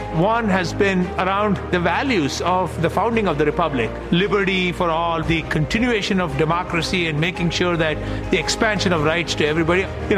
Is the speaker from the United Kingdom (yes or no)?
no; India; English is a second language; moved away as an adult; now in United States; I came from India when I was 21 years old. I had the privilege of going to MIT as a master's and then a PhD student. America has been very kind to me.